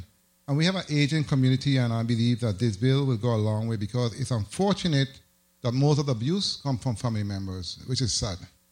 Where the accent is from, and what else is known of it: U.S. Virgin Islands; born or raised there